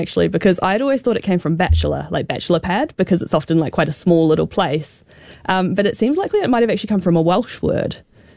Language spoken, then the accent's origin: English; New Zealand